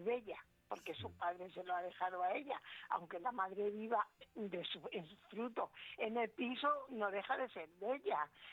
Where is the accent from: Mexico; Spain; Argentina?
Spain; Valladolid, Castile and León; Eso, y yo soy de Valladolid.